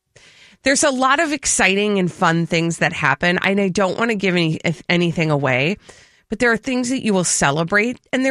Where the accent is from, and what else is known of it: United States